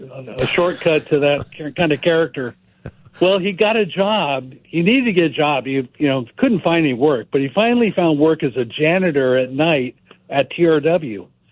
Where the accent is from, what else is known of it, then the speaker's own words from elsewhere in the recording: California, United States; When I was growing up in the South Bay, back in the 70s, PRW was a big company there, and they're a big aerospace conglomerate.